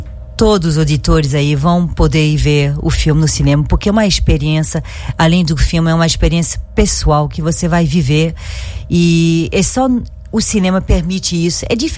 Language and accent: Portuguese; France; accent: French; Portuguese is a second language; eu falo com sotaque francês, desculpa.